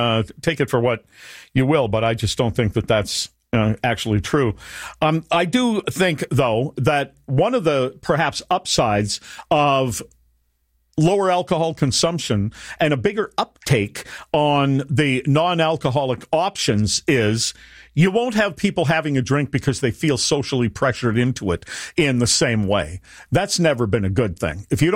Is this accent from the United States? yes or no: no; Ireland; that and being Irish, I'd like to fight with you on that, but I won't.